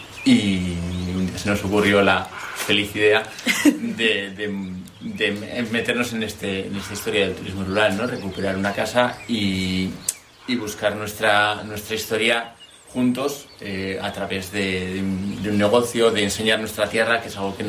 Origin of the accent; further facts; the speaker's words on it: Santoña, Cantabria, Spain; nosotros no somos de aquí, somos de la zona oriental, somos de Santoña.